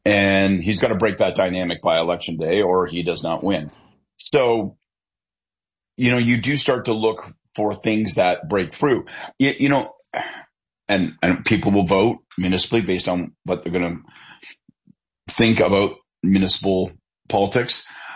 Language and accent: English; Belleville, Ontario, Canada; Well, I grew up in Belleville, I think, as you know. And so, I know the synagogue. I know Bleecker Avenue.